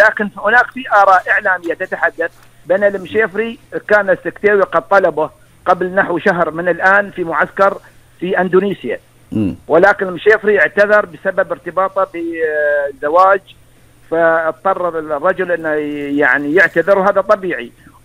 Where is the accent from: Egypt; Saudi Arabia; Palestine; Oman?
Oman; زي ما اتمنى لبلدي ان تفوز بكاس الخليج